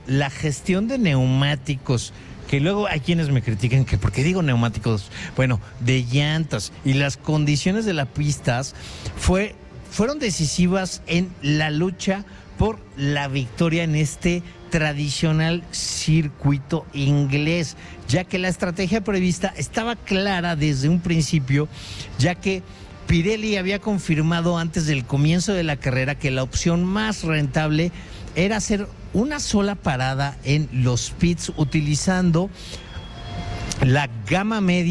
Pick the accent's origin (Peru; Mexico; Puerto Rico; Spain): Mexico; que le decimos aquí en México